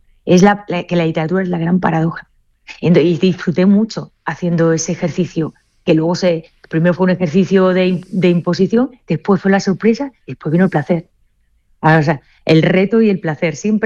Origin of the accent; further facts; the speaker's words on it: Seville, Andalusia, Spain; Yo soy sevillana